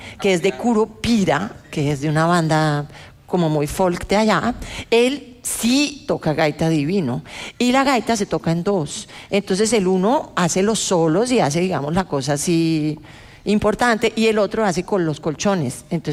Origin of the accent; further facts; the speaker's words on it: Santa Cruz de Tenerife, Canary Islands, Spain; Somos tenerifenses, prácticamente. Tinerfeños, tinerfeñas. Soy chicharreras.